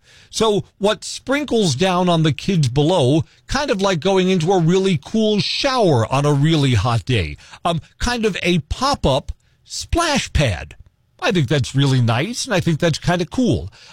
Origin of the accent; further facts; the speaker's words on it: New York City, New York, United States; now in Wausau, United States; when I was a kid on a really hot day growing up in Brooklyn